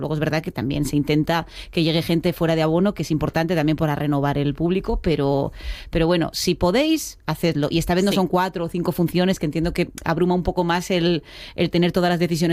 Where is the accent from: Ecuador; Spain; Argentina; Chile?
Spain; Asturias; somos asturianos